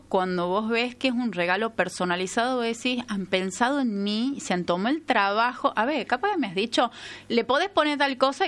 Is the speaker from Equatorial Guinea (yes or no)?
no; Tucumán, Argentina; somos de acá, de Tucumán